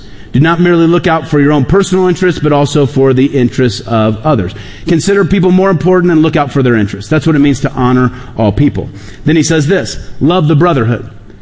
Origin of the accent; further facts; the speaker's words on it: United States; Because I'm an American and I'm an individual